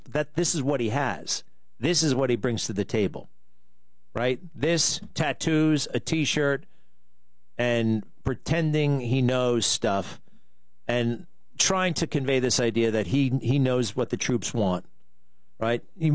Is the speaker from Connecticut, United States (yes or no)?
no; Garden City, New York, United States; Go say hi to President Trump if you can in Garden City on Long Island. My hometown, by the way. a glorious, beautiful town.